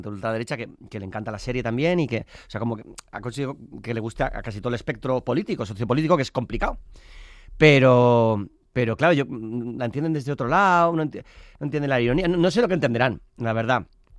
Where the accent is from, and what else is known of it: San Sebastián, Basque Country, Spain